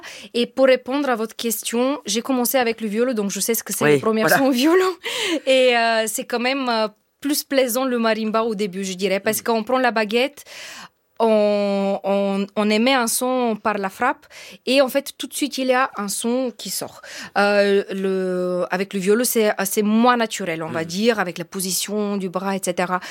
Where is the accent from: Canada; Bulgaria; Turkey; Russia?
Bulgaria; French is a second language; moved away as an adult; now in France; En fait, j'ai grandi en Bulgarie, dans une famille de musiciens. Mon père était percussionniste, ma sœur aussi.